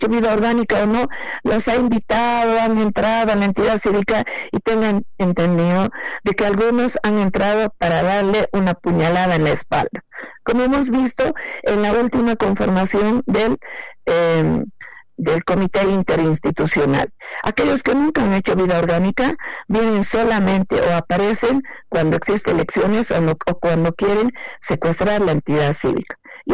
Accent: Potosí, Bolivia; Porque soy potosina, expresidente cívica y además quiero y amo esta tierra.

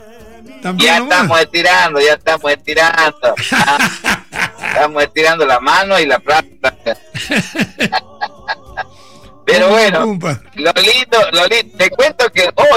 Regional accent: Chaco, Bolivia; Yo le digo, él es de la ciudad, yo soy del campo, le digo, Así que él es chapaco, yo soy chaqueño.

